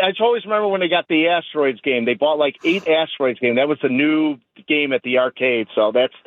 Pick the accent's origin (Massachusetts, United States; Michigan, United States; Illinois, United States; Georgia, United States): Illinois, United States; Oak Lawn; Okay, I grew up in Oak Lawn, and then the Zips in Oak Lawn.